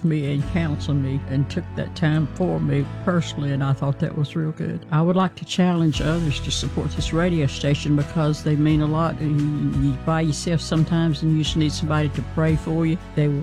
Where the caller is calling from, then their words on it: Randleman, North Carolina, United States; I'm from Randleman, North Carolina